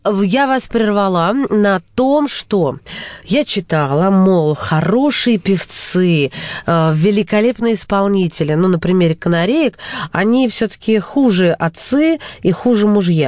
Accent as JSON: {"language": "Russian", "town": "Kursk", "region": "Kursk Oblast", "country": "Russia", "tie": "born or raised there", "said": "Я родом из Соловьиного края, я родом из Курска."}